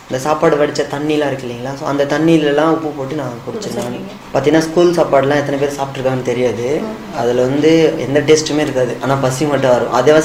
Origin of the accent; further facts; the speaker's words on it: Kallakurichi, Tamil Nadu, India; also born or lived in Delhi; எனக்கு சின்ன வயசில் வந்து எங்கள் அப்பா அம்மா எல்லாருமே வந்து பார்த்தீங்கன்னா டெல்லியில் இருந்தாங்க. நான் வந்து சிறு வயதுல நாங்கள் டெல்லியில் தான் நான் பிறந்தது. எனக்கு 5 வயசு ஆன உடனே எங்கள் அப்பா அம்மாலாம் எங்கள் கள்ளக்குறிச்சி தான் எங்களுடைய நேட்டிவ் பிளேஸ்.